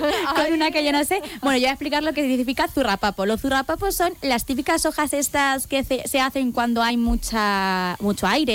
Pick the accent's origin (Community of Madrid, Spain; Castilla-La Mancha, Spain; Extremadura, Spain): Castilla-La Mancha, Spain; Nambroca; En mi pueblo es Nambroca.